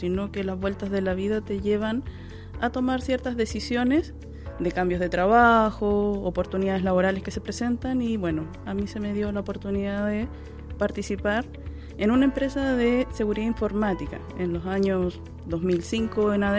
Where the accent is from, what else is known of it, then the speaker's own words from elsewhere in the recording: Santiago, Santiago Metropolitan Region, Chile; now in Viña del Mar, Chile; Yo, oriunda de Santiago, me vine a vivir a Viña del Mar por calidad de vida.